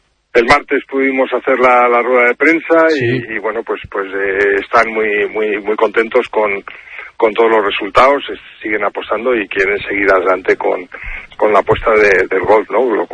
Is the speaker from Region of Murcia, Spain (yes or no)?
yes; Águilas, Region of Murcia, Spain; Yo soy de Águilas.